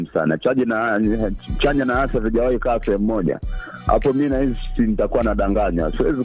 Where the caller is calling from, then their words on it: Ilula, Iringa, Tanzania; mimi ni kwa Ilula Tanzania.